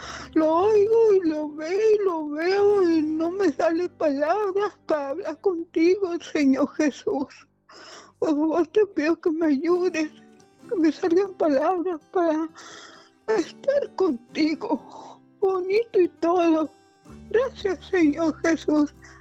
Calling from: Chihuahua, Mexico; Pues aquí, Chihuahua.

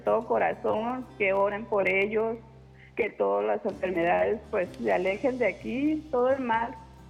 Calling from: Sinaloa, Mexico; Del estado de Sinaloa.

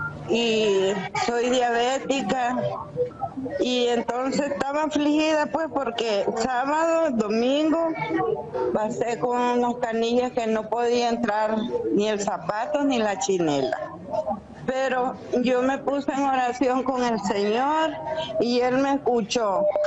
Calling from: León, Nicaragua; Sí, aquí estoy llamando de Nicaragua, de León.

